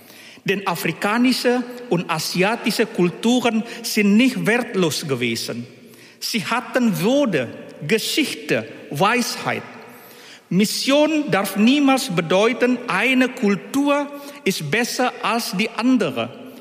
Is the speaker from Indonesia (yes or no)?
yes; Indonesia; Ich bin mit einem Satz aufgewachsen, den viele Menschen in meiner Heimat Indonesien gesagt haben.